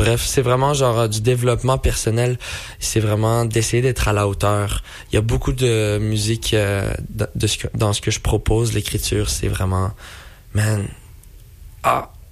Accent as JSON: {"language": "French", "region": "Quebec", "country": "Canada", "said": "je suis québécois d'origine marocaine, faut le savoir. Mes parents sont nés au Maroc, ils sont venus ici et pour fonder leur famille avec mon petit frère."}